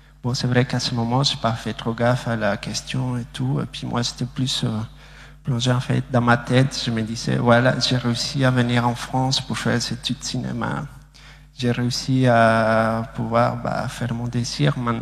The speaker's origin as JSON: {"language": "French", "country": "Bolivia", "said": "j'ai 25 ans et je suis bolivien. Je viens de la Bolivie, en fait, se trouve en Amérique du Sud."}